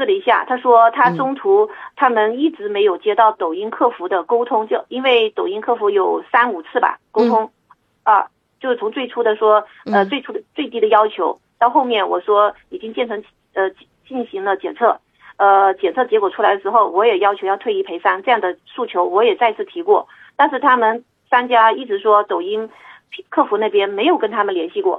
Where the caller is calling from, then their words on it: Wuhan, Hubei, China; 因为我是武汉的，我是武汉的消费者